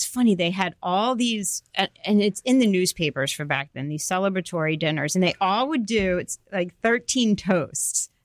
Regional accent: New Jersey, United States; I grew up in New Jersey

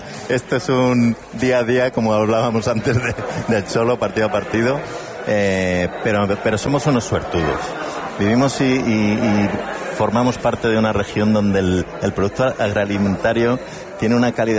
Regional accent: Castilla-La Mancha, Spain; es un orgullo y un lujo cuando te mueves por allí y te reconocen como castellano manchego.

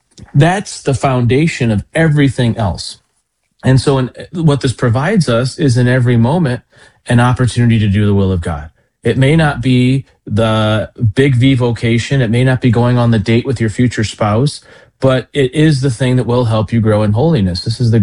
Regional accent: St. Louis, Missouri, United States; my hometown of St. Louis

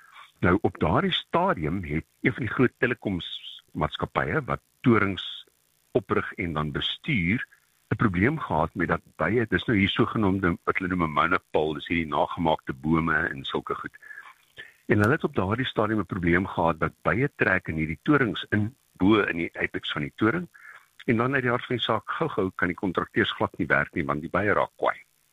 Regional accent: Alberton, Gauteng, South Africa; born there; also born or lived in Nigel, Gauteng; ek het aanvanklik in Alberton was op laerskool en van daar het my ouers verhuis na Nigel, waar my pa saam met Wyle … 'n ingenieursbesigheid van stapel gestuur het. En ek het aan Hoërskool John Vorster gematrikuleer.

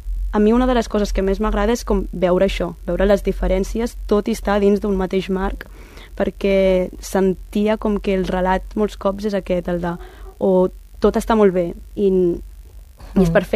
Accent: Tarragona, Catalonia, Spain; A més, som de Tarragona, havíem d'anar a Reus

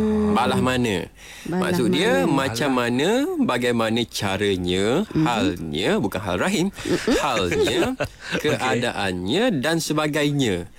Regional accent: Terengganu, Malaysia; Biasa kalau saya orang Terengganu ni, kalau saya lah, saya guna balah mana ni untuk contoh ayat dia.

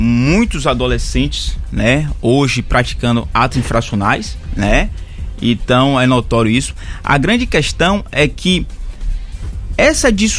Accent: Brazil

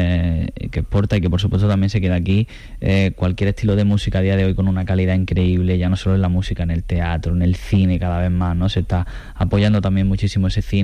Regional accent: Jaén, Andalusia, Spain; born there; Nací en Jaén, pero mi familia es de Priego de Córdoba y tengo un gran apego a mi tierra, y las dos que las considero mi tierra.

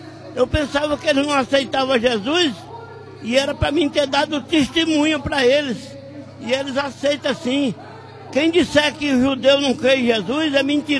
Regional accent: São Paulo, Brazil; Eu venho de Paraisópolis.

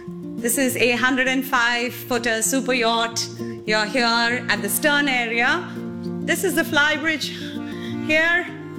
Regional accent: Oman; moved away as an adult; now in Singapore; So I was born and raised in Oman. Four generations of our family have been living in Oman up until 2004, when my husband got a project invitation to come and work in Singapore for a bit.

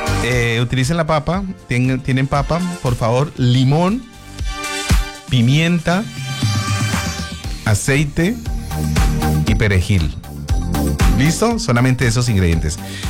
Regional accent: Santander, Colombia

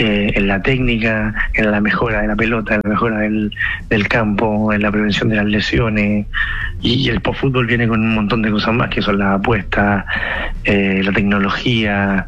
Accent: Chile; now in Barcelona, Spain; Peor somos nosotros los chilenos que ni estamos.

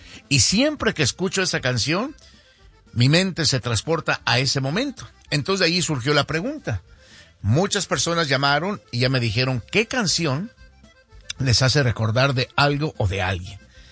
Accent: Huejúcar, Jalisco, Mexico; now in United States; cuando yo me vine para Estados Unidos, un primero de agosto de 1988, de mi pueblo, de ahí de los Nestores, Huejúcar, Jalisco, al aeropuerto de Calera para venirme a Tijuana y poder cruzar hacia este país por primera vez.

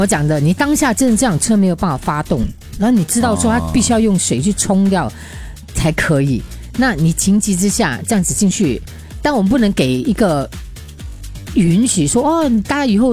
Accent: Singapore; 我们新加坡人的素养还不错

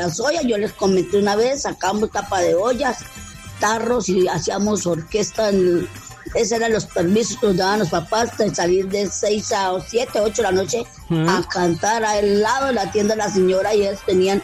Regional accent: Pacho, Cundinamarca, Colombia; De mi pueblo, que es de Pacho, Cundinamarca

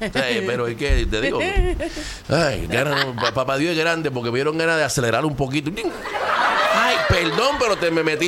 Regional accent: Puerto Rico; es porque somos boricua.

